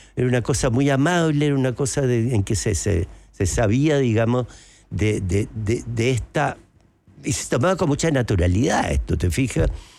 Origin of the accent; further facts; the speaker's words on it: Chile; Todos somos indígenas los chilenos, somos todos, tenemos sangre indígena. Yo me hice el examen de ADN, qué sé yo, y tengo un 20% más o menos de sangre.